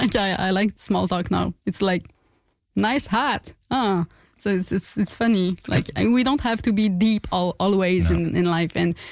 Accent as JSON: {"language": "English", "region": "Quebec", "country": "Canada", "tie": "born or raised there", "said": "we grew up in Gaspésie, nearby the sea, and like a very beautiful place, but also a place where you can feel like very lonely and feel the boredom"}